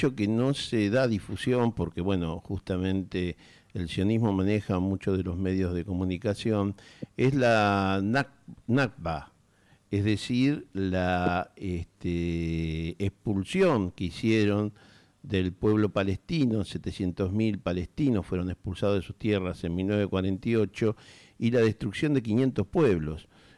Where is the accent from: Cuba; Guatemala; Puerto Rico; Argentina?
Argentina